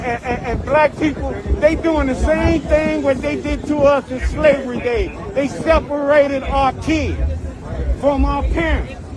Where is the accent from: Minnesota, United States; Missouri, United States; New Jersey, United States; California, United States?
California, United States; Los Angeles; now in Calabasas, United States; I came all the way from Calabasas, man. I was raised in Watts, but I live in Calabasas.